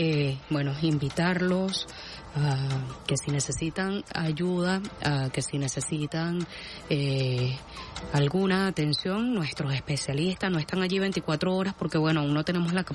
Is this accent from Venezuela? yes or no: yes; Venezuela; en nuestro país, Venezuela